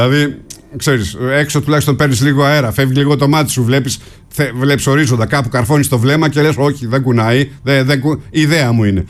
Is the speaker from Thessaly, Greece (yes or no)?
yes; Livadi, Thessaly, Greece; Στο χωριό μου τουλάχιστον, που έχουμε πανηγύρι μεγάλο στο 15 Αύγουστο, και το χωριό μου είναι ορεινό.